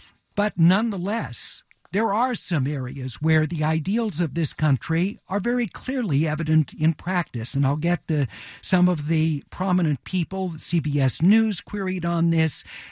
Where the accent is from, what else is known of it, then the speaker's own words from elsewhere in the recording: United States; I do love being American